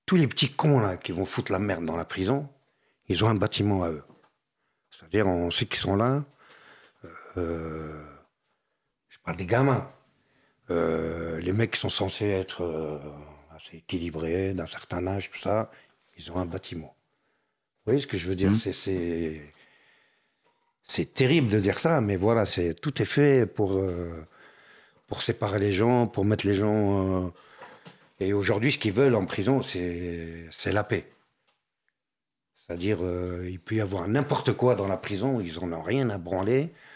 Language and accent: French; France; Mais monsieur, vous êtes tunisien. J'ai dit non, je suis français.